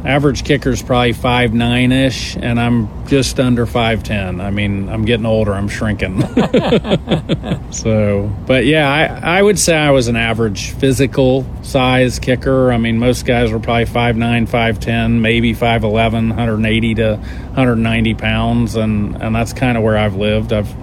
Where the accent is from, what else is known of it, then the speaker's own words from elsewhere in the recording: Washington, District of Columbia, United States; born there; also born or lived in New Mexico; My dad had spent a number of years at the Pentagon, and I was born in Washington. And I remember when we were living in New Mexico